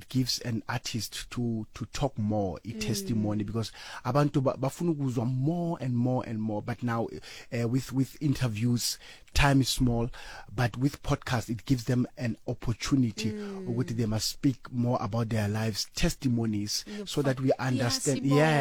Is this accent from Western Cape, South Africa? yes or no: no; North West, South Africa; so mina I'm from Northwest ngumtswana ke.